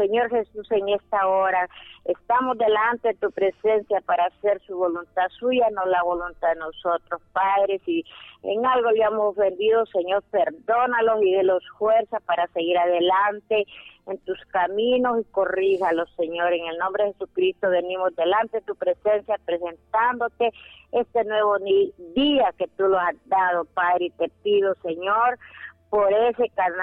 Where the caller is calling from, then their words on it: Santa Cruz de Yojoa, Cortés, Honduras; estoy llamando aquí de Santa Elena, Santa Cruz, Lago de Yojoa.